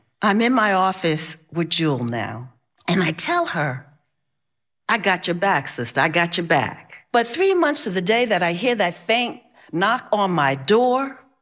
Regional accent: Brooklyn, New York, United States; now in Cambridge, United States; I'm a girl from Brooklyn, and I presently reside in Cambridge, Massachusetts.

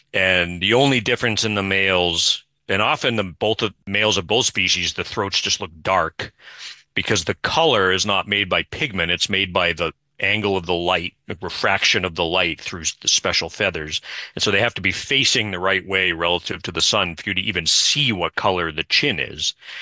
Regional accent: Brockton, Massachusetts, United States; I know Easton. I'm from Brockton.

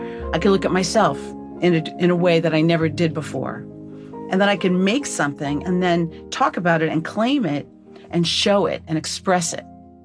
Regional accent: Wisconsin, United States; now in Long Island, United States; I grew up in Wisconsin. I live on Long Island.

